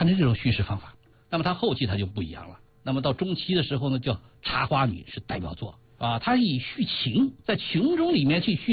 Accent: China; 我们中国人

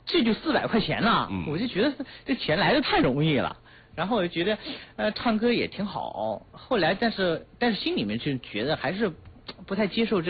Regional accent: Anhui, China; moved away as an adult; also born or lived in Shanghai; 因为我家是安徽人，我是安徽人农村的，然后出的家乡人，就是出去打工的时候，可能我家离上海特别近，然后我是首先第一个城市就去上海。

